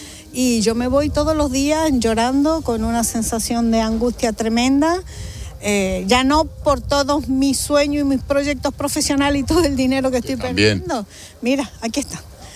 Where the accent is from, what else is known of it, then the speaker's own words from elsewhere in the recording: Argentina; now in Ceuta, Spain; yo soy argentina